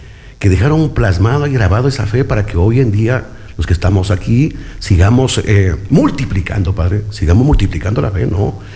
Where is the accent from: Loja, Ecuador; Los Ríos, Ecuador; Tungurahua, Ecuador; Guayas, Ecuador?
Loja, Ecuador; Chuquiribamba